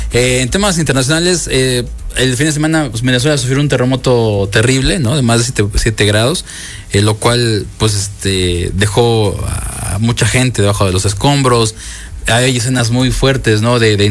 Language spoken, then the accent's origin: Spanish; Mexico; porque como mexicanos somos muy hermanos de muchos países, menos de Ecuador. pero fuera de eso, los mexicanos hemos pasado por muchos terremotos, ¿no?